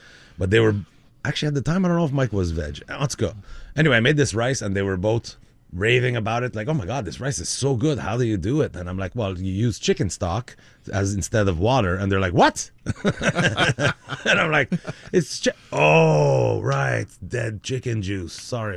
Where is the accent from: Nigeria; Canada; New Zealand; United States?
Canada; I'm French Canadian